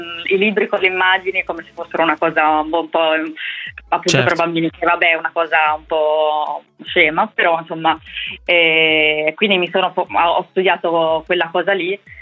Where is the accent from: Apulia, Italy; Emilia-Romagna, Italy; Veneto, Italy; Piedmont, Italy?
Emilia-Romagna, Italy; Rimini; io sono cresciuta a Rimini